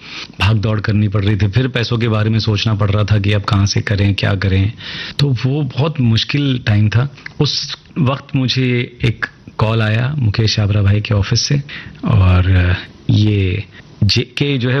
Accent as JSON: {"language": "Hindi", "town": "Mumbai", "region": "Maharashtra", "country": "India", "tie": "born or raised there", "said": "मैं मुंबई में पला बड़ा हूँ, मराठी बोल लेता हूँ।"}